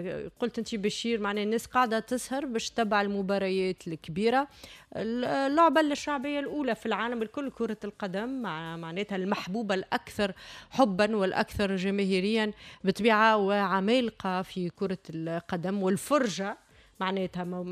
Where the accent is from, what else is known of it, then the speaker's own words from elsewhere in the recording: Tunisia; احنا الكلنا توينسا